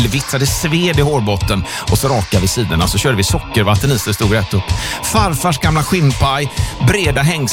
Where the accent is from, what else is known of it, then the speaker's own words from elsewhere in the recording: Lilla Edet, Västra Götaland County, Sweden; moved away; Det var så det var att vara syntare i Lilla Edet.